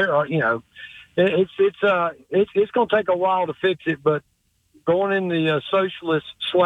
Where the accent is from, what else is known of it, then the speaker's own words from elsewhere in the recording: North Carolina, United States; born there; probably like Tom Tillis from my home state.